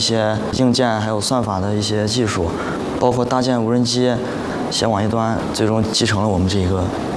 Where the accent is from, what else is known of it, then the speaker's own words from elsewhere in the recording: Xi'an, Shaanxi, China; 我家乡不是在西安市灞河边吗？